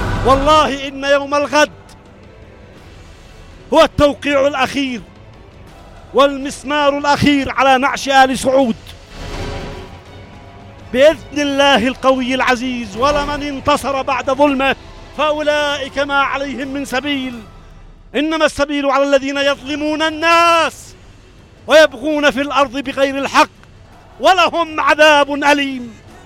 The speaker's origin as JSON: {"language": "Arabic", "country": "Yemen", "said": "انا كمواطن يمني"}